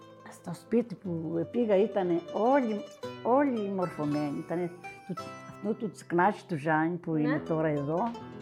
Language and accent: Greek; Vorizia, Crete, Greece; Εγώ ήμουν και από τα Βορίζα, δεν ήξερα και πολλά.